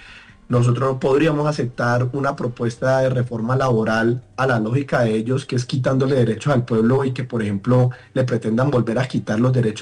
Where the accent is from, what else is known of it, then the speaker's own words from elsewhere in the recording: Cali, Valle del Cauca, Colombia; Yo soy caleño, sí. Soy caleño, pero sí. Pues ahora estoy entre Cali y Bogotá